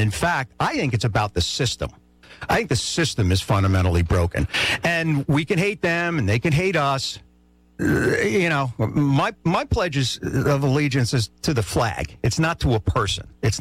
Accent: New York, United States; also born or lived in Florence, South Carolina; now in Myrtle Beach, United States; I was born and raised in New York

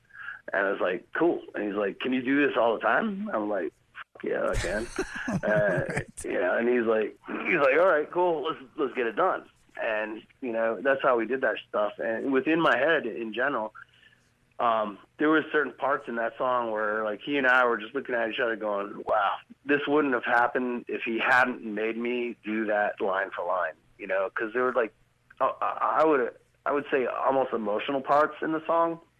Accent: Maine, United States; I was just like, I'm just from Maine. I'm here. I'm a singer.

